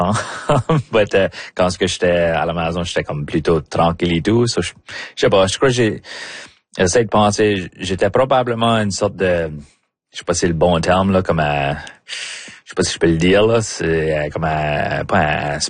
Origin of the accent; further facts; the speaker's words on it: Memramcook, New Brunswick, Canada; On dirait que c'est probablement des souvenirs d'être chez nous à Memramcook puis être c'est de courir dans le champ en arrière de chez nous.